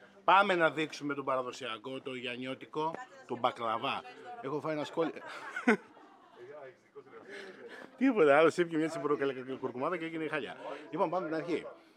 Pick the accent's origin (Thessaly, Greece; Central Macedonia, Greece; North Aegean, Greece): Thessaly, Greece; Farsala; Μια αιωλή που λέμε στο χωριό μου.